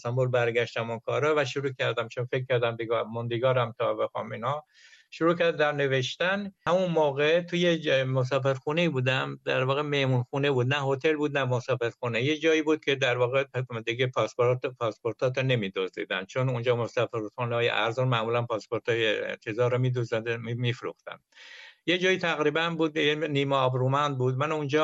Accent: Iran; born there; moved away as an adult; also born or lived in Tehran, Iran / Ankara, Turkey; مهاجرت اول از ده بود به تهران که من تو سن 13 حدودا نزدیک 14 سال بود که از ده به شهر اومدم، به تهران اومدم.

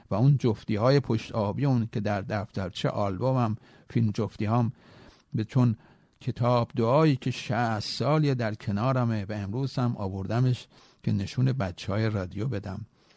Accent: Tehran, Tehran Province, Iran; من بچه چهارای مولوی هم جنوب شهر و اون سینمای تمدن هم معبد عشق دوران کودکیم. بزرگ شده محلی که دورورش سرا نایبلی و گذر لوتی سالو و باقلچی و چارس و چوبی و گود زنبورشگونه

